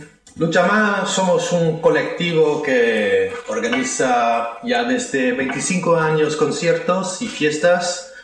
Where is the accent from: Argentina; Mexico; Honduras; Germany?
Germany; Bonn, North Rhine-Westphalia; Yo vengo de Bonn y todavía estoy en Bonn.